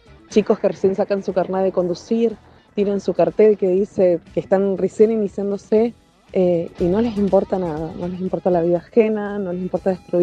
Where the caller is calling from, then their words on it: Maipú, Argentina; de Maipú.